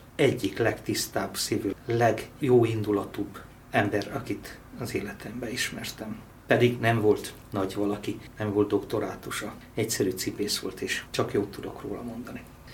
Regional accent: Pápa, Veszprém County, Hungary; Pápán születtem, azóta is itt élek.

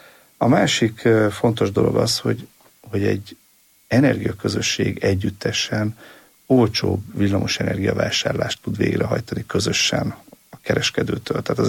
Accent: Hungary

